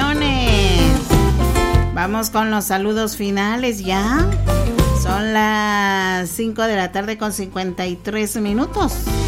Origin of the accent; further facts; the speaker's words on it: Poptún, Petén, Guatemala; Somos de aquí de Poptunpetén, hermano, Guatemala. Desde aquí, desde la cuna de los mayas. Aquí estamos transmitiéndole a usted.